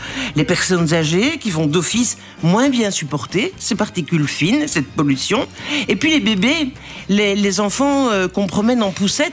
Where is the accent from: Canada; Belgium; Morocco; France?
Belgium; On dit chez nous en Belgique.